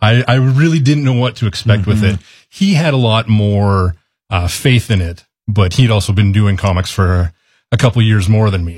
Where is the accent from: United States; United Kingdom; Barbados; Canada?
Canada; Humboldt, Saskatchewan; Being that it's set in my hometown of Humboldt, representation, familiar landmarks, the Broncos, stuff like that shows up in there.